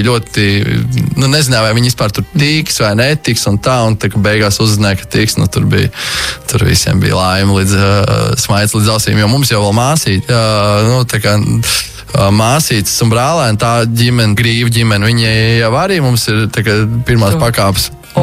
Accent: Ventspils, Ventspils Municipality, Latvia; Nu, tā kā es esmu dzimis un audzis Ventspilī un visu bērnību pavadīju Ventspilī

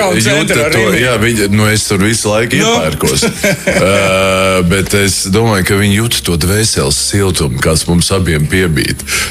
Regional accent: Latgale, Latvia; es jau tā esmu pa pusē latgalietis, no tā puses esmu latgalietis, un tāpēc... Man ļoti patīk dzidra, skaidra un tiešām tāda latgaliešu valoda, kādu es esmu dzirdējis bērnībā un kādu es pats runāju.

